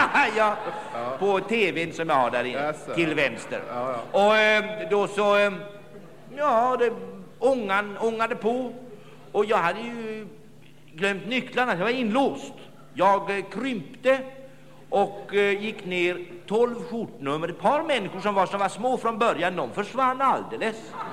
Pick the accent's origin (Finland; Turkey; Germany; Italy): Turkey; jag är ju turk. Och kan det, jag är turk.